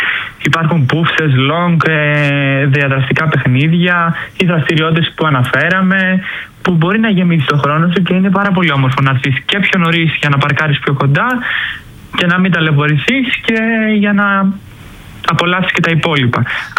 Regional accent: Greece

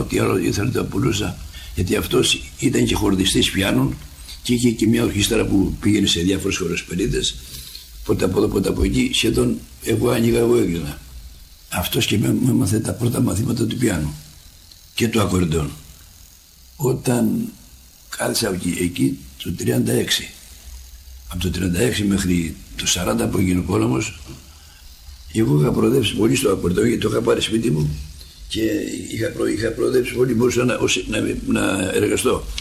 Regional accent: Patras, Western Greece, Greece; moved away as an adult; now in United States; Είμαι βέρος πατρινός. Κατάγομαι από πτωχή οικογένεια.

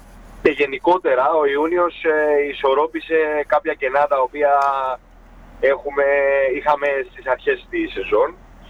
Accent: Greece; εμάς ως Έλληνες

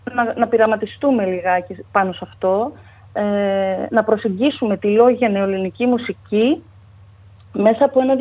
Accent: Limassol, Limassol District, Cyprus; born there; moved away as an adult; also born or lived in Thessaloniki; Γεννήθηκα στη Λεμεσό της Κύπρου

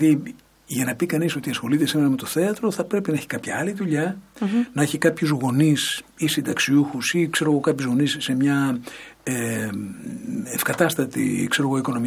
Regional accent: Greece; εμείς σαν Έλληνες

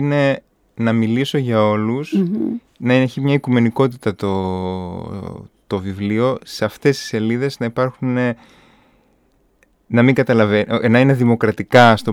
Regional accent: Edessa, Central Macedonia, Greece; moved away; also born or lived in Belgium / Mykonos; Κατάγομαι που την έδεσα, οπότε αγαπάω την πατρίδα μου.

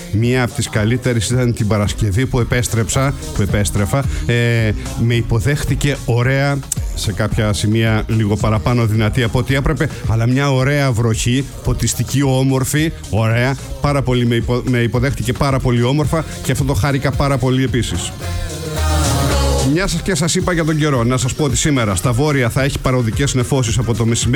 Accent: Greece; moved away; ο Όλυμπος, το βουνό μου, το βουνό που είναι απέναντι από το χωριό μου, που το βλέπω κάθε φορά που ανοίγω το παράθυρό μου, όταν ήμουν στο χωριό τουλάχιστον

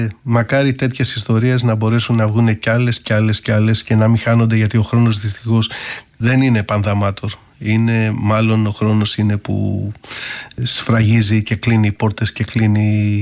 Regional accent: Chalandri, Attica, Greece; το χρέος μου είναι και απέναντι και στον τόπο μου και στο Χαλάνδρι, να το γνωρίσουν

